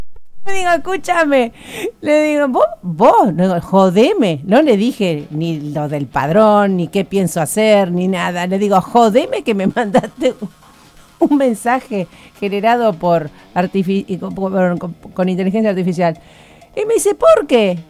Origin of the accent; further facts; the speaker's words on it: Argentina; cuando descubre que soy argentino